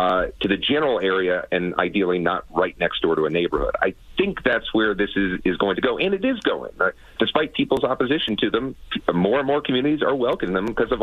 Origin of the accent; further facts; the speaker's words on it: Virginia, United States; outside of Virginia, my hometown, home state, not built a lot of data centers